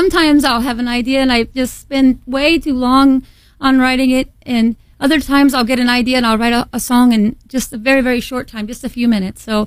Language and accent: English; Medina, Ohio, United States; moved away as an adult; now in Cleveland, United States; I grew up in Medina